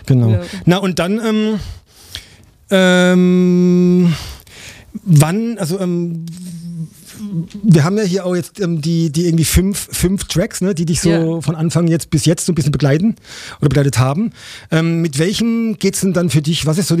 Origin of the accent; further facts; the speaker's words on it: Baden-Baden, Baden-Württemberg, Germany; Also ich meine, ich bin ja auch aufgewachsen im Südbadischen. Ne? Also eher dann im Baden-Baden.